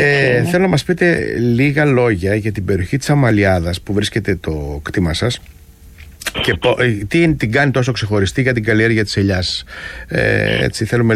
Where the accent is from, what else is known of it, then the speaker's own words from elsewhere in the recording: Chania, Crete, Greece; ως Χανιώτης και σε μια περιοχή που έχει pop ελαιόλαδο, όπως είναι το Κίσαμος πάνω από το Κολυμπάρι, εκεί στο χωριό μου